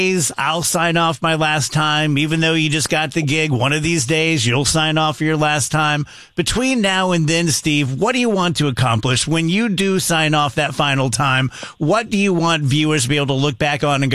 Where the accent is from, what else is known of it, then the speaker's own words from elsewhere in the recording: Scotland, United Kingdom; now in St. Louis, United States; and I'm Scottish, I cry all the time